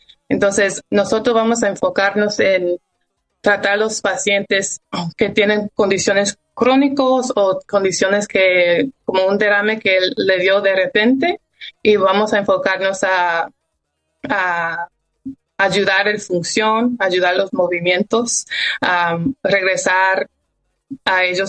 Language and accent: Spanish; United States; born there; Mi papá es de México, mi mamá es de República Dominicana y yo nací aquí. Desde pequeña, mis papás me pusieron a hablar español.